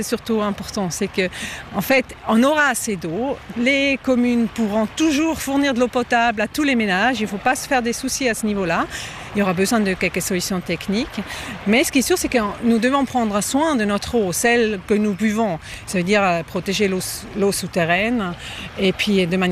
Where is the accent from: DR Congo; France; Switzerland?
Switzerland; St. Gallen; now in Lausanne, Switzerland; je viens de Saint-Gall et puis j'ai grandi sans lac